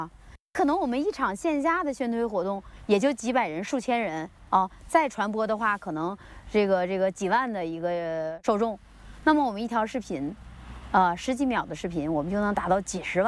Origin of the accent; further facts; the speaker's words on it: Tahe, Heilongjiang, China; 作为黑龙江文旅推荐员，今天我想带大家看一看我的家乡塔河到底有多香。